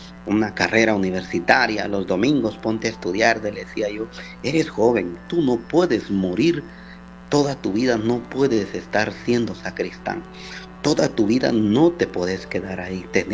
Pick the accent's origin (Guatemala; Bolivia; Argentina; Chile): Guatemala; Salamá, Baja Verapaz; soy el padre, soy de Salamá, y algo bueno tuvo que salir de Salamá.